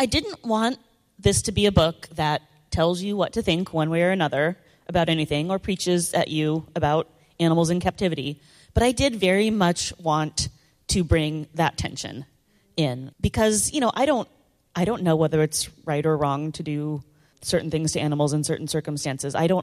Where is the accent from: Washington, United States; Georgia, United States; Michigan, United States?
Washington, United States; Tacoma; Yeah, so I grew up in Tacoma, Washington, and we have the Point Defiance Aquarium and Zoo in Tacoma. It's kind of like the gem of Tacoma, and I spent a lot of time there as a kid.